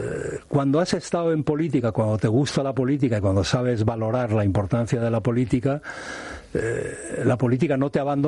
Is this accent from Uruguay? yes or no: no; Basque Country, Spain; He seguido la política vasca, por supuesto, porque es mi tierra